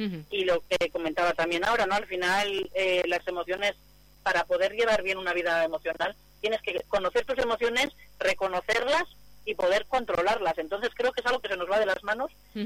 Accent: Amurrio, Basque Country, Spain; also born or lived in Ayala; now in Retes, Spain; aunque yo vivo en Retes y soy de Ayala, yo siempre he sido de Amurrio.

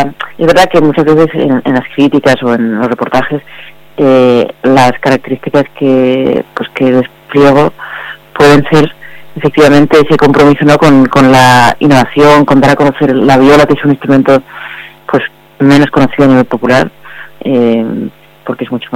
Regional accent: Navarre, Spain; yo soy originalmente de Navarra, pero sí, es verdad que mi familia también es alavesa

